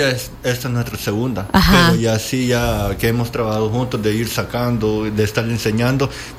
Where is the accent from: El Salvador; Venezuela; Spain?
El Salvador; soy artista y productor de música electrónica de El Salvador